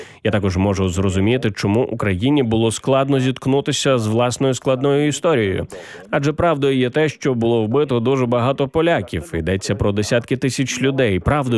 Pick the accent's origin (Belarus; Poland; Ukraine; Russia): Poland; Ми, поляки